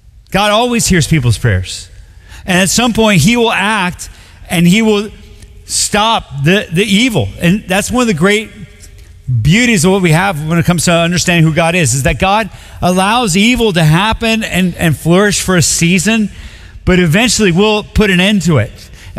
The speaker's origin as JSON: {"language": "English", "town": "Bogota", "region": "Bogotá", "country": "Colombia", "moved": "yes", "said": "I'm from Colombia, South America. I don't know if you knew that. I'm like the whitest looking dude ever, but like I'm from Bogota, Colombia."}